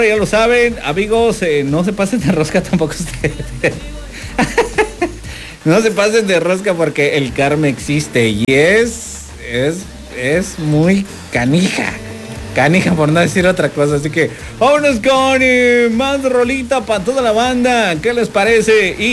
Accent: Mexico; nos va a dejar mal a todos nosotros como mexicanos

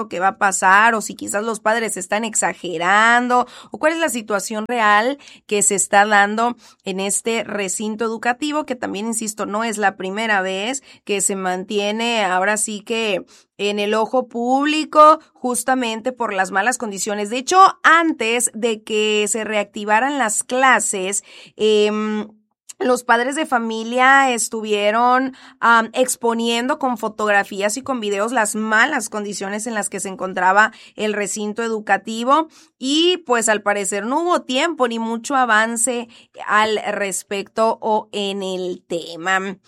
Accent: Mexico

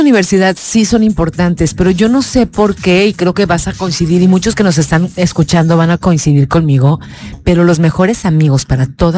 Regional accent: Chiapas, Mexico; así somos las tías chiapanecas.

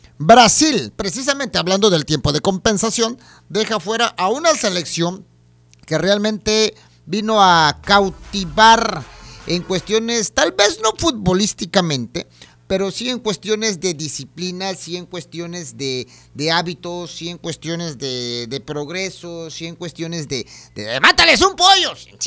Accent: Mexico

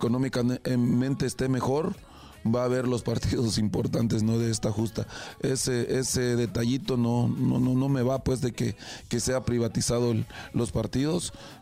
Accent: Mexico; y que como mexicano, ¿no?, ojalá y venga lo mejor con esta nueva generación de jugadores.

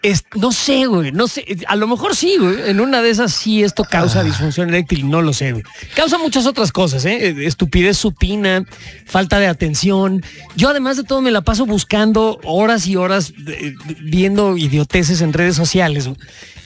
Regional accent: Mexico; porque jodones somos los mexicanos

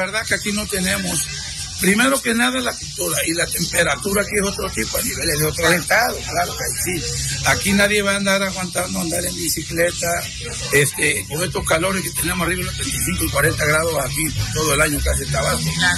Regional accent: Tabasco, Mexico; yo aquí me crié, soy nativo del centro, tengo mi negocio, tengo mis hijos que tienen negocio, y aquí estamos costándonos mucho un poco, aquí en Tabasco

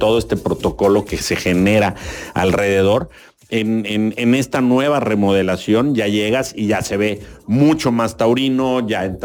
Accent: Mexico; now in Tapachula, Mexico; los que más lo hemos profesado somos los mexicanos

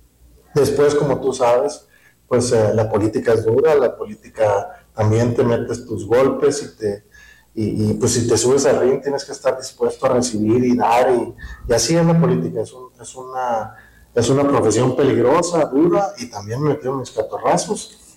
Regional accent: Cananea, Sonora, Mexico; Aprovecho para saludarlos y decirles que estoy muy contento de estar aquí en mi pueblo.

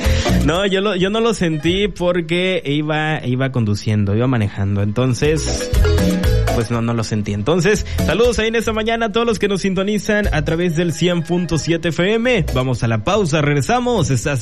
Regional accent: Mexico; ya saben cómo somos los mexicanos

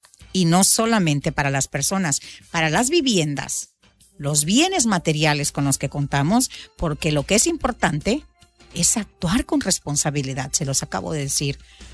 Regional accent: Mexico; Somos mexicanos.

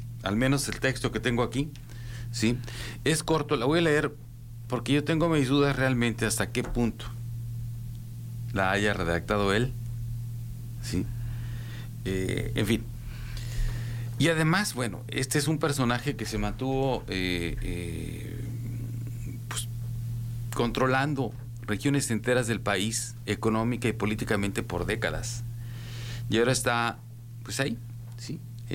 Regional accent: Mexico; Soy ciudadano mexicano. Reconozco que mi país también tiene un interés legítimo

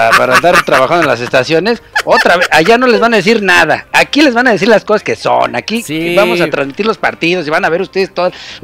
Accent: Mexico; y no voy a comparar, por supuesto, con ninguna catástrofe que hemos pasado y que hemos superado como pueblo mexicano

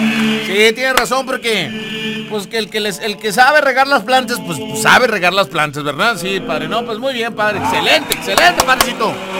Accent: Chiapas, Mexico; Pero aquí al menos en San Cristóbal, allá por mi pueblo.

